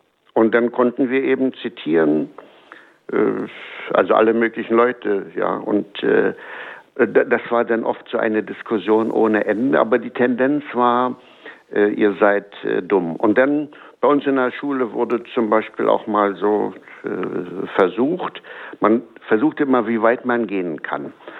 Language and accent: German; Herzfelde, Brandenburg, Germany; Also wir hatten eine, bei uns in Herzfelde, wir hatten einen ganz guten Priester, der hat mich immer erinnert an den Pfarrer von Ars, ganz arm, ganz demütig, ganz fromm.